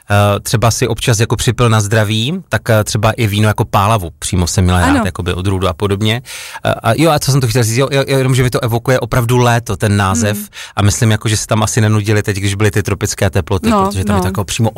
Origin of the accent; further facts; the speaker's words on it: Opava, Moravian-Silesian Region, Czechia; moved away; já jsem v Opavě strávil dobrých přes 30 let svého života